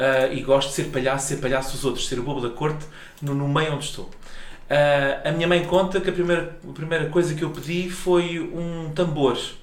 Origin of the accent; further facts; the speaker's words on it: Seixal, Setúbal, Portugal; Eu sou do Seixal, uma terra de músicos.